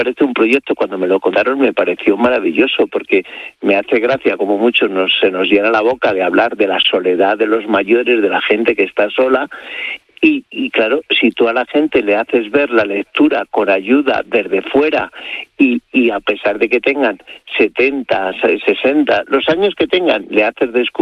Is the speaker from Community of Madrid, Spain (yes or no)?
yes; Madrid, Community of Madrid, Spain; a los que somos de Madrid, como está aquí al lado, no lo valoramos.